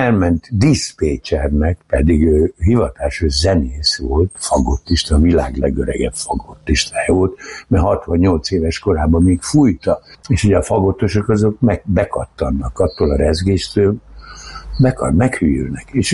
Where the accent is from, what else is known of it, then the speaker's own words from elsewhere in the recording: Tatabánya, Komárom-Esztergom, Hungary; born there; Igen, ott születtem, de valójában nem tatabányaiak vagyunk